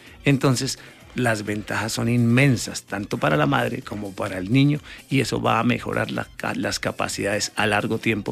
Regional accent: Duitama, Boyacá, Colombia; yo soy de Duitamense, salí de acá para hacer mis estudios y volví en el 1991. Ya llevo 35 años de pediatra aquí en el municipio.

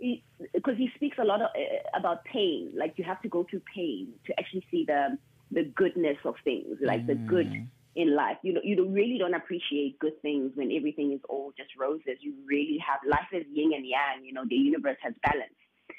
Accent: Durban, KwaZulu-Natal, South Africa; born there; So I was born in Durban, firstly. My mom had me in Durban and I was raised in a church, the same church that my mom was buried at. And we really lived, it's like the rural areas. I come from the rural background.

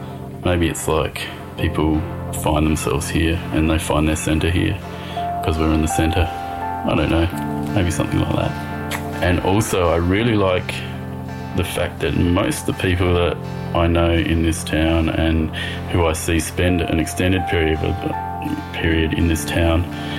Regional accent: Adelaide, South Australia, Australia; moved away as an adult; now in Alice Springs, Australia; where I grew up from the northern suburbs of Adelaide.

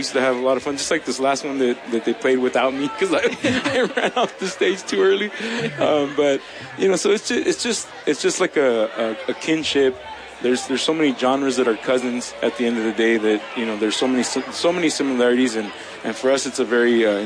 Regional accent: Los Angeles, California, United States; we grew up in Los Angeles, and there's so much diversity of communities in Los Angeles.

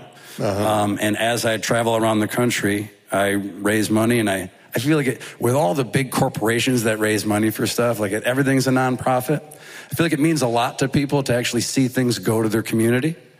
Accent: North Adams, Massachusetts, United States; now in Nashville, United States; North Adams, Massachusetts.

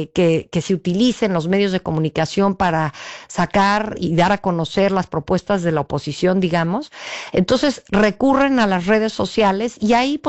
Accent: Mexico; no somos los mexicanos una especie extraña

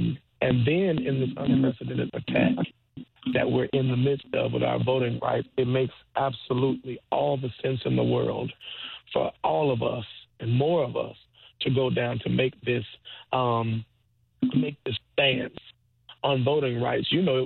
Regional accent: Chicago, Illinois, United States; I'll first say that I came from Chicago because I look at Alabama as we all should.

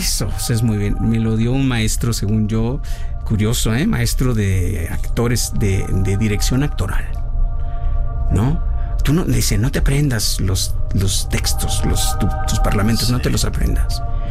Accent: Colima, Mexico; mi padre en paz descanse, viven en Colima, sí, yo soy de Colima.

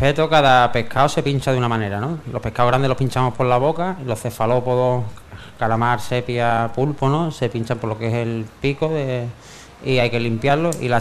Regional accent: Málaga, Andalusia, Spain; now in Ibiza, Spain; Sí, yo soy malagueño.

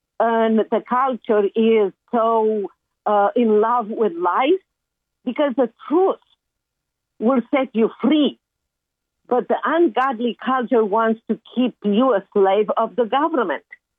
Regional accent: Romania; moved away as an adult; now in United States; I was a troublemaker in Romania.

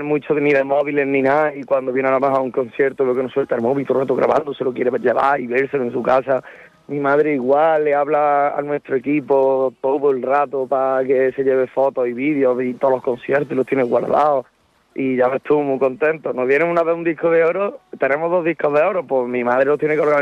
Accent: El Carpio, Andalusia, Spain; nosotros somos de la España rural, como dicen algunos, ¿no? Nosotros somos del Carpio, un pueblecito pequeño de 4.000 habitantes y no nos podemos mover de aquí.

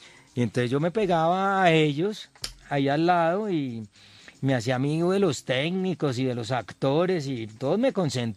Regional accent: Colombia; first language Czech; Spanish is a second language; also born or lived in Czech Republic; lo otro era que yo cuando llegué acá a Colombia de niño.

